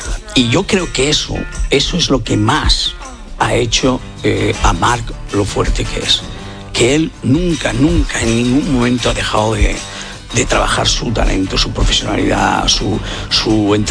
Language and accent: Spanish; Barcelona, Catalonia, Spain; Como españoles, como catalanes, como de Barcelona, y estábamos allí, que éramos unos pardales